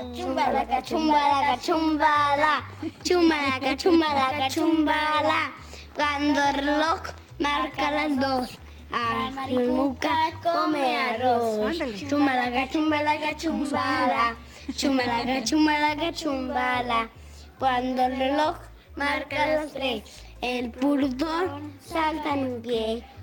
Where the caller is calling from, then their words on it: Mexicali, Baja California, Mexico; de Mexicali.